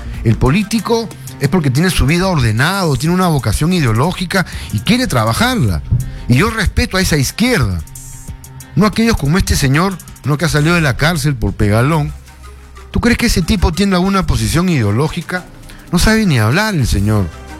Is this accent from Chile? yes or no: no; Peru